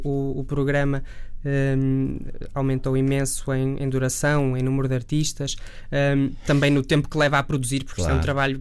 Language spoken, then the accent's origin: Portuguese; Santo Tirso, Norte, Portugal; moved away as an adult; also born or lived in Amsterdam / Geneva; Eu sou de Santo Tirso.